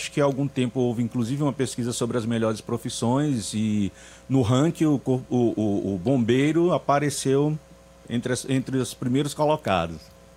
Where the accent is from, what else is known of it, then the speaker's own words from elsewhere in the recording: São Luís, Maranhão, Brazil; also born or lived in Penalva; nasci em Penalva e com menos de um ano de idade minha família mudou aqui para o bairro de Fátima, fui criado...